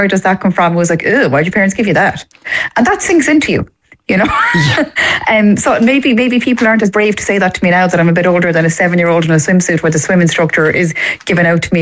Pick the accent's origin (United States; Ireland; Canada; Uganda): Ireland; because I'm from the Gaeltacht